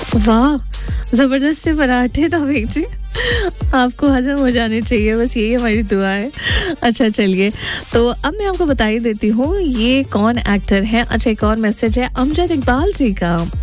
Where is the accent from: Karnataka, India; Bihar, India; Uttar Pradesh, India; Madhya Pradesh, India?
Karnataka, India; Bangalore; मैं भी बैंगलोर से हूँ